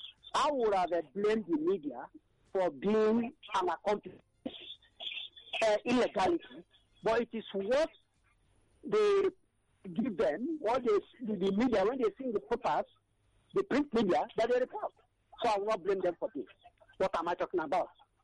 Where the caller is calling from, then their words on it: Ikotun, Lagos, Nigeria; I'm calling from Abanja, Ikotun.